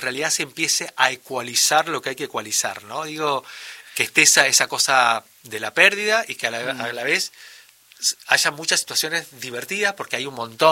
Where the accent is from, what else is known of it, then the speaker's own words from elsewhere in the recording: San Juan, Argentina; now in Buenos Aires, Argentina; yo que soy sanjuanino, no lo noto tan alejado de cuando uno se va y vuelve